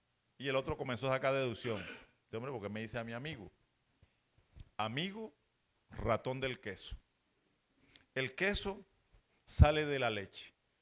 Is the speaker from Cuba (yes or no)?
no; Bolívar, Colombia; en la región donde yo soy, sur de Bolívar